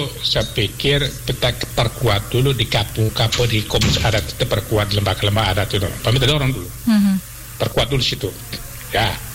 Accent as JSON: {"language": "Indonesian", "town": "Ende", "region": "East Nusa Tenggara", "country": "Indonesia", "said": "Pertama zaman kita harus akomodir, tapi tidak boleh menghilangkan identitas kita sebagai orang ND."}